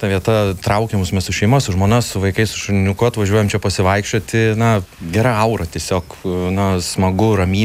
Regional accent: Kaunas, Kaunas County, Lithuania; Aš kaunietis šiaip, bet stengiuosi bent porą kartų per savaitę dviračių kažkur išvažiuoti dėl sveikatos.

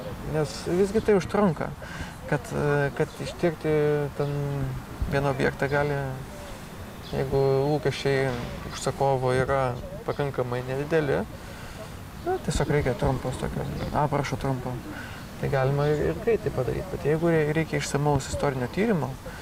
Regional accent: Aukštaitija, Lithuania; aš daugiau rytų Lietuvą ir tą savo gimtąjį kraštą ir galbūt gimtąjį regioną taip nagrinėjau. Tai Aukštaitija.

